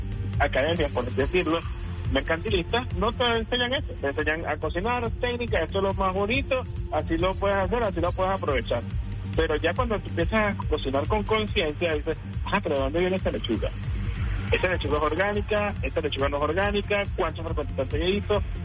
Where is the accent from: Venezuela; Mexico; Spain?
Venezuela; los venezolanos somos sumamente hermanados